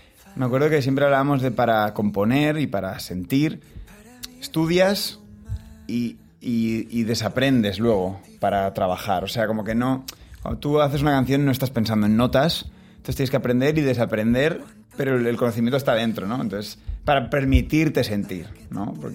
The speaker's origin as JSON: {"language": "Spanish", "town": "Barcelona", "region": "Catalonia", "country": "Spain", "also_born_or_lived": "Mexico / United States", "moved": "as an adult", "lives_now": "Madrid, Spain", "said": "yo soy de Barcelona, pero estoy en Madrid"}